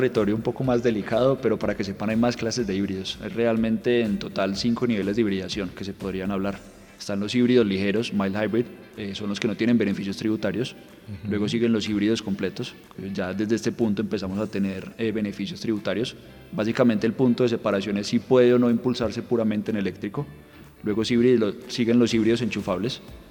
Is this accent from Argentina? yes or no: no; Medellín, Antioquia, Colombia; moved away; yo soy de Medellín